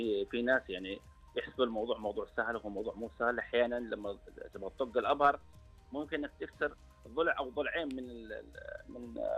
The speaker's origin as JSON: {"language": "Arabic", "country": "Saudi Arabia", "said": "عندنا في السعودية"}